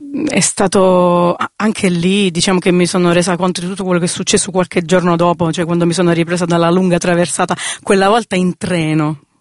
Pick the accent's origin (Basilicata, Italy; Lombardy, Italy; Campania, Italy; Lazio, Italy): Basilicata, Italy; Pisticci; accent: Pisticcese dialect; nel mio dialetto, nel dialetto pisticcese.